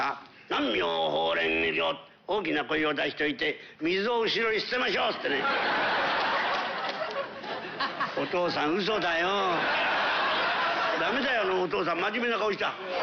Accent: Tokyo, Japan; 私と同じ本物の江戸っ子だから

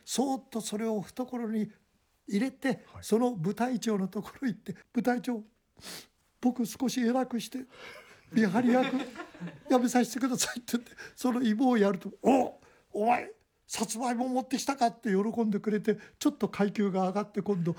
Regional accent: Tokyo, Japan; born there; 東京へ、ね、それで俺はそこで生まれたような、だから、そこで長屋です、あので親父は大工、まあ俺が昭和11年生まれて、兄貴が2人、

